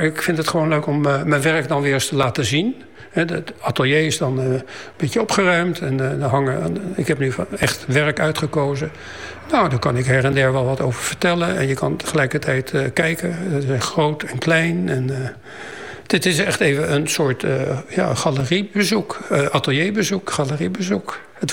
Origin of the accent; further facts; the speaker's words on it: Amsterdam, North Holland, Netherlands; now in Friesland, Netherlands; Je kan als Amsterdammer gewoon niet voorstellen dat hier niet binnenkort een flatgebouw komt